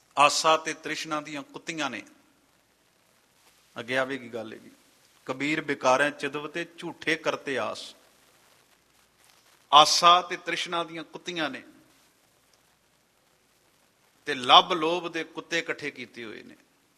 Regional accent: Punjab, India; ਮਤਲਬ ਮੈਂ ਮਾਝੇ ਦਾ ਰਹਿਣ ਵਾਲਾ, ਜਿੰਨੇ ਕੁ ਸਾਡੇ ਪਿੰਡਾਂ ਵਿੱਚ ਨੇ ਵਿਰਲੇ ਟਾਵੇਂ ਪਰਿਵਾਰ ਹੁੰਦੇ ਨੇ, ਦੋ ਚਾਰ ਪਰਿਵਾਰ ਇੱਦਾਂ ਹੁੰਦੇ ਨੇ।

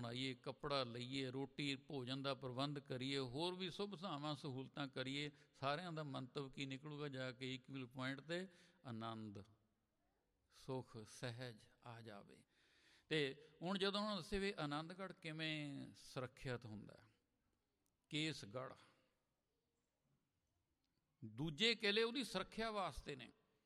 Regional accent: Chamkaur Sahib, Punjab, India; moved away as an adult; ਮੈਂ ਚਮਕੌਰ ਸਾਹਿਬ ਦਾ ਜੰਮਿਆ, ਉੱਥੇ ਪਲਿਆ, ਉੱਥੇ ਪੜ੍ਹਿਆ, ਉੱਥੇ ਮੈਂ ਰਿਟਾਇਰ ਹੋਇਆ

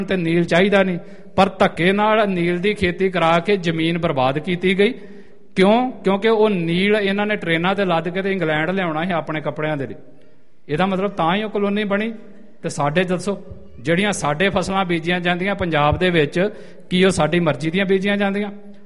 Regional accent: Punjab, India; moved away; ਅਸੀਂ ਸਾਰੇ ਪੰਜਾਬ ਤੋਂ ਹਾਂ

